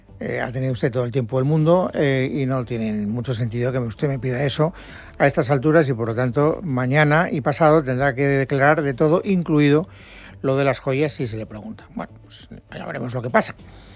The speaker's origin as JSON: {"language": "Spanish", "region": "Valencian Community", "country": "Spain", "said": "Soy valenciano."}